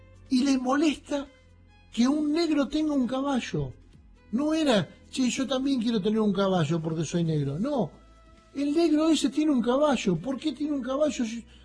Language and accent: Spanish; La Pampa, Argentina; vengo del Fonavi. Vengo del Fonavi en una provincia donde la cantidad de vecinos de esta provincia, de coterráneos, de pampeanos